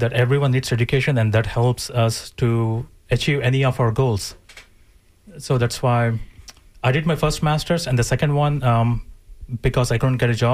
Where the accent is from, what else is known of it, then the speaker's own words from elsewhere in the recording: Vijayawada, Andhra Pradesh, India; English is a second language; So I grew up in India, Vijayawada, and I went to school over there growing up.